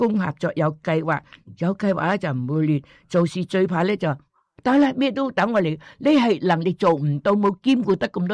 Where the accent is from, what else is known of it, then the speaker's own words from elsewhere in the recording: Hong Kong; 因为我喺香港长大咧，系读书系繁体字噶嘛。